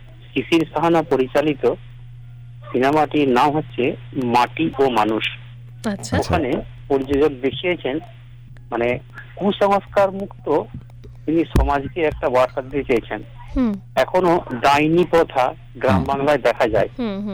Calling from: Bankura, West Bengal, India; বেতালাং মঙ্গলপুর বাঁকুড়া থেকে।

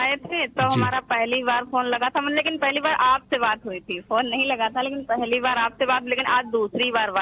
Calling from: Sitapur, Uttar Pradesh, India; हमारे गांव में पचैनापुर में एक ही … है और एक ही मस्जिद, हम मस्जिद के पास रहते हैं।

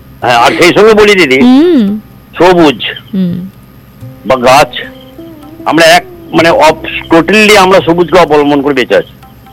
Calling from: West Bengal, India; আমাদের এখানে ভালকি মাচান বলে একটা জায়গা আছে, বুঝলেন, অরণ্যরানী ভালকি মাচান

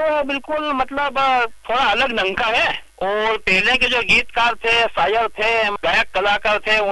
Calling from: Ratlam district, Madhya Pradesh, India; Sir Ratlam से 12 kilometre दूर मेरा गांव है और हम तो खेती बाड़ी से जुड़े हुए हैं सर।

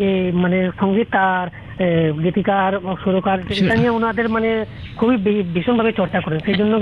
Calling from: Dharmanagar, Tripura, India; আমি ধর্মনগর থেকে

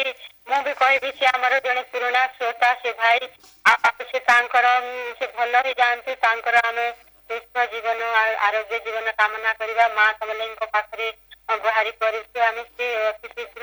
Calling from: Bargarh, Odisha, India; ଅପା, ମୁଁ ବରଗଡ଼ରୁ

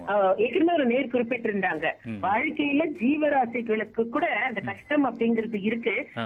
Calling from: Katpadi, Tamil Nadu, India; நான் வேலூர் மாவட்டம் கட்பாடியிலிருந்து

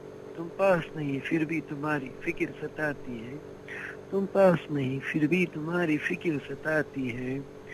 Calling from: Jammu and Kashmir, India; बिल्कुल sir, central Kashmir से बात कर रहा हूँ। जिला बड़गाम में हमारा गांव पड़ता है और

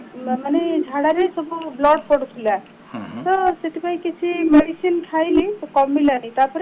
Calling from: Khordha, Odisha, India; ମୁଁ ଖୋର୍ଦ୍ଧାରୁ କହୁଛି।

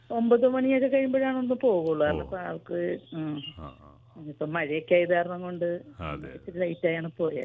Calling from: Aluva, Kerala, India

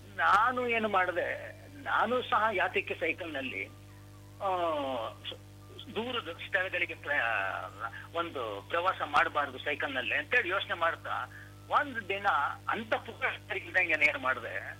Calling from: Bhadravathi, Karnataka, India; first language Marathi; Kannada is a second language; ಅಲ್ಲಿಂದ ನಾನು ಸೀದಾ ಬಸ್ ಹತ್ಬಿಟ್ಟು ಭದ್ರಾವತಿಗೆ ವಾಪಸ್ ಬಂದೆ.

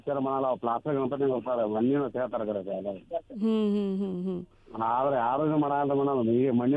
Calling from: Dharwad, Karnataka, India; ನಾವಿಲ್ಲಿ ಧಾರವಾಡದಿಂದ

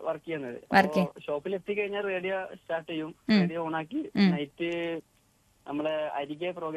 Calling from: Valanchery, Kerala, India; Malappuram Valanchery

